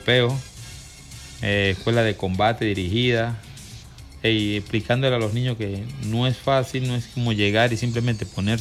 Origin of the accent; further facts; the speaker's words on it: El Vigía, Mérida, Venezuela; born there; la traigo acá a casa, a mi Vigía querido, a Tierra de Campeones. Me hace feliz llegar a mi pueblo